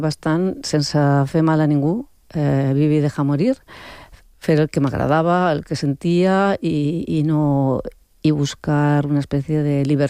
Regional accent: Barcelona, Catalonia, Spain; Pues jo recordo molt el meu barri.

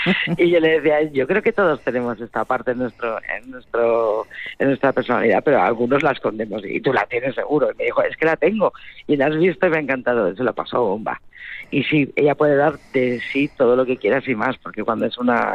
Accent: Bilbao, Basque Country, Spain; Pero, yo soy de Bilbao y tenemos esa fama también.

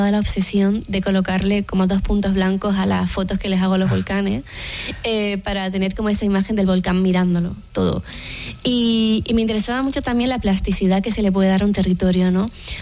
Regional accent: Lanzarote, Canary Islands, Spain; Y regresar al lugar de donde naciste y creciste, creo que siempre lleva como una reconciliación.

